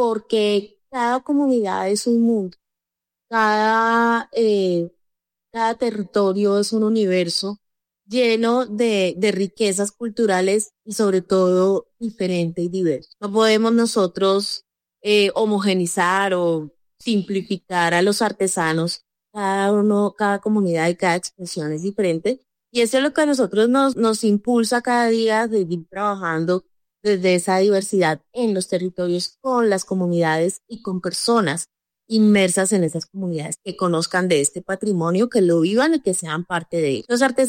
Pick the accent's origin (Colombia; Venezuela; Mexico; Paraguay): Colombia; No, es divino porque que decimos somos colombianos, pero eso significa muchísimo.